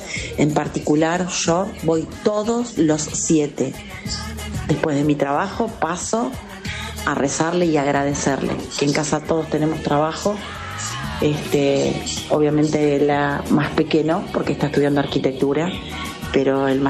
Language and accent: Spanish; La Plata, Buenos Aires Province, Argentina; de la Ciudad de La Plata, acá en la calle 44, entre 29 y 30, está la iglesia de San Cayetano